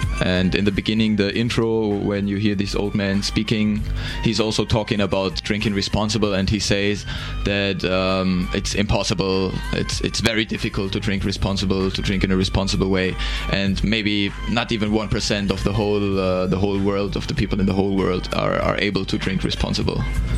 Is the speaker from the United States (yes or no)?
no; Germany; accent: German; English is a second language; moved away; I think my German accent is not so bad.